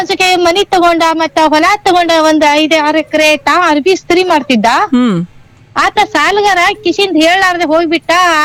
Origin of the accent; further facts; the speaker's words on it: Tikota, Karnataka, India; ವಿಜಯಪುರ ಜಿಲ್ಲೆ ತಿಕೋಟ ಅಂತ ನಮ್ಮೂರು, ಅದಕ್ಕಿಂತ ಮುಂಚೆ ಔರ್ ಸಂಘ ಅಂತ ಕರಿತಿದ್ರು.